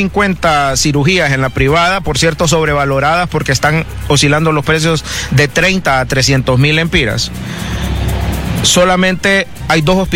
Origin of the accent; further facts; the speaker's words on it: Honduras; cuando somos los hondureños los que no nos vamos a vacunar